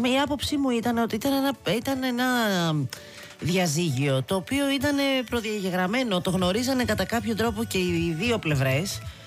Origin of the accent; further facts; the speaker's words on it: Greece; οι Έλληνες δουλεύουμε παραπάνω από το μέσο όρο της Ευρώπης.